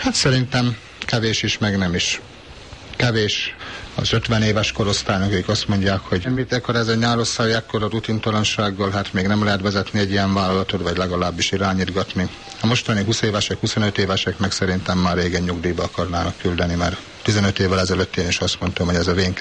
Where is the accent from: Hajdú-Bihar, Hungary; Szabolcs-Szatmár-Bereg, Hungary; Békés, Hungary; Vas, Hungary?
Vas, Hungary; Szombathely; accent: Vas; also born or lived in Soviet Union; Igen, itt születtem 40 évvel ezelőtt. A megye határait azt mindössze 5 évre hagytam el. Visszajöttem ide a Szabáriába az egyetem elvégzése után